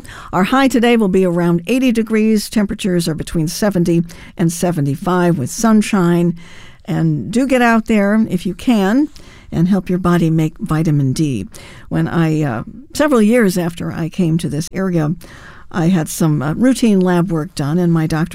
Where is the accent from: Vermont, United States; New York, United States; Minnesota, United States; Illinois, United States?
Illinois, United States; now in Cleveland, United States; I come from Illinois